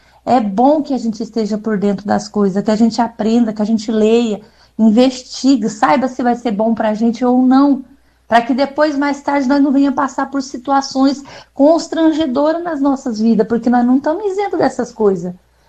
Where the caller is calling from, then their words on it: Ilha Solteira, São Paulo, Brazil; estou falando de Ilha Solteira.